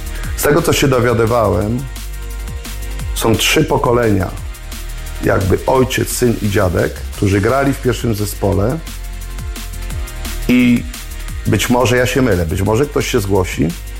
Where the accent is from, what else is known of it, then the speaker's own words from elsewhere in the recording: Gryfów Śląski, Lower Silesian Voivodeship, Poland; born there; also born or lived in Mirsk; now in Wrocław, Poland; ja się urodziłem w Gryfowie Śląskim, bo ja nie jestem z Wrocławia, naprzeciwko stadionu. W Mirsku mieszkałem na Dolnym Śląsku, w innej miejscowości, naprzeciwko stadionu.